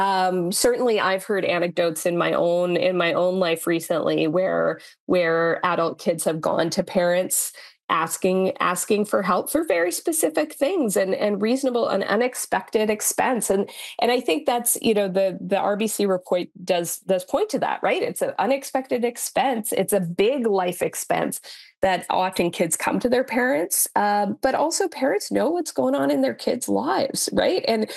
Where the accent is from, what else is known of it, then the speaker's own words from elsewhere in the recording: Saskatchewan, Canada; Like I grew up in Northern Saskatchewan, and passing on the family farm, right, to the next generation is quite normal.